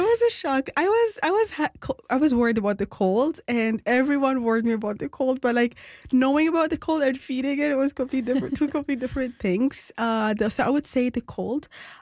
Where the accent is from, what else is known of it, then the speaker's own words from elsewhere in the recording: Lebanon; English is a second language; moved away; I was born in Lebanon and I lived my entire life there.